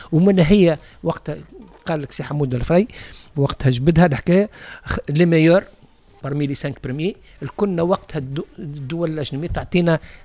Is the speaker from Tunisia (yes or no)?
yes; Sfax, Sfax Governorate, Tunisia; أنا ولد نهر الجزيرة باب الفن باب الزيرة وباب ناس سيدي منصور وحومتي هذيك كل شيء